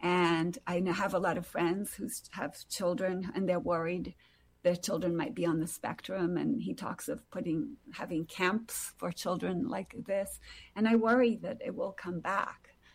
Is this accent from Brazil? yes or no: yes; Brazil; I think growing up in Brazil, which is a country full of inequalities, the stark